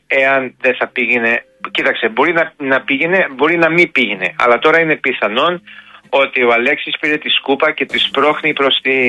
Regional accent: Ithaca, Ionian Islands, Greece; στην Ιθάκη, στο νησί μου δεν υπάρχει παιδαγωγός, δεν υπάρχει γιατρός, ούτε για δείγμα.

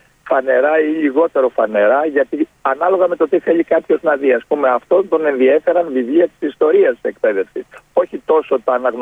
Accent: Elaiochori, East Macedonia and Thrace, Greece; Εγώ είμαι από το Ελαιοχώρι, αλλά έψαχνα να βρω έναν χώρο να στεγάσω

